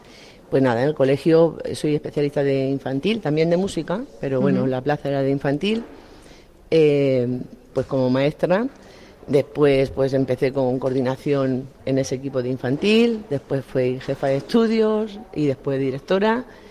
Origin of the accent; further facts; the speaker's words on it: San Miguel de Salinas, Valencian Community, Spain; A ver, en mi pueblo soy san miguelera.